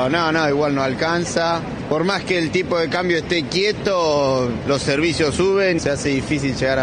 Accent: Berazategui, Buenos Aires Province, Argentina; De Berazategui y trabajo en una empresa de logística.

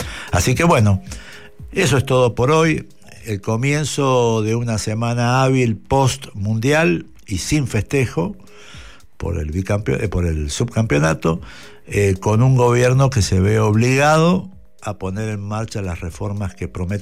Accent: Argentina; Los argentinos sí, somos como somos

